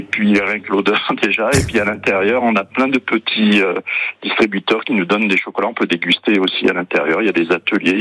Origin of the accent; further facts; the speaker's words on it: Saint-Martin-la-Plaine, Auvergne-Rhône-Alpes, France; je suis originaire de Saint-Martin-la-Plaine.